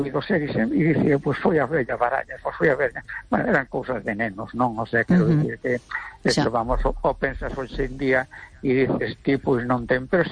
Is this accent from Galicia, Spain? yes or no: yes; Galicia, Spain; now in A Coruña, Spain; Donde nací en una aldea, bueno, que no era tanta aldea, porque estaba a otra parte de la ría de Ferrol, a 5 kilómetros.